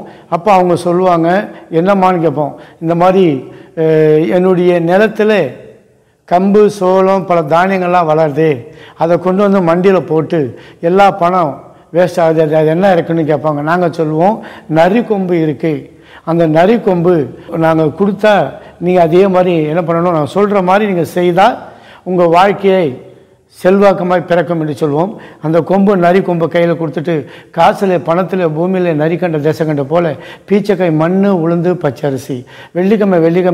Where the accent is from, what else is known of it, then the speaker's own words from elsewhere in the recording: Tiruvannamalai, Tamil Nadu, India; என்னுடைய ஊர் சொந்த ஊர் திருவண்ணாமலை. திருவண்ணாமலை பட்டணத்தை தான் நான் வளர்ந்தேன், பிறந்தேன், அங்கே தான் இருந்தேன்.